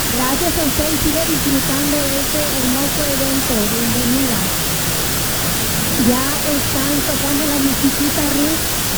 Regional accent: California, United States; vengo de la ciudad de Campo, en Los Ángeles.

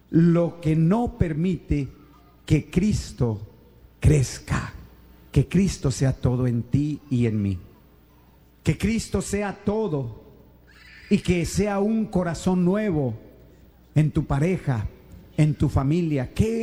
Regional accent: United States; born there; Sí, porque nací en América.

